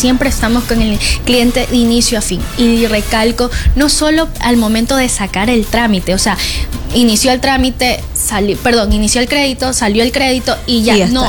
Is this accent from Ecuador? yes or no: yes; El Oro, Ecuador; born there; siempre repito, soy nacida aquí en El Oro